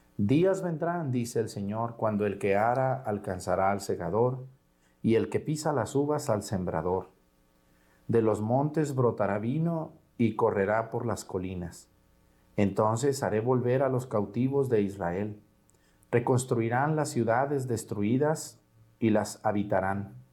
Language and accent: Spanish; Jalisco, Mexico; allá en mi tierra, en Jalisco